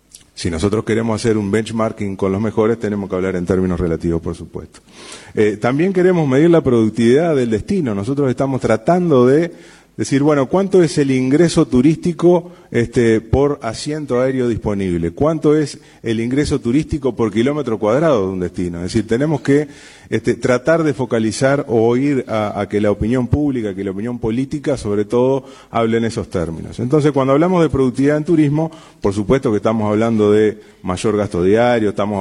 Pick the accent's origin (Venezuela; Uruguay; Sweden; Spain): Uruguay; Salto; cuando éramos chicos en Salto, recuerden que yo soy de Salto